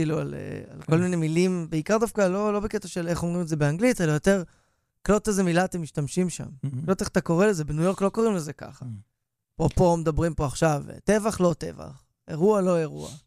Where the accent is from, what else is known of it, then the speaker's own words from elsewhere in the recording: Rehovot, Central District, Israel; שנינו גדלנו ברחובות.